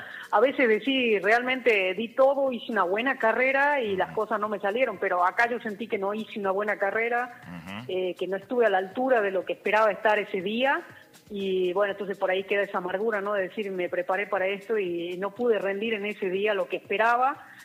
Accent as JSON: {"language": "Spanish", "region": "Jujuy", "country": "Argentina", "said": "soy jujeña"}